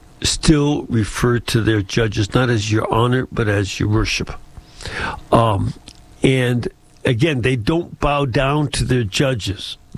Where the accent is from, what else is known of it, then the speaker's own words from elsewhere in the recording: United States; especially as an American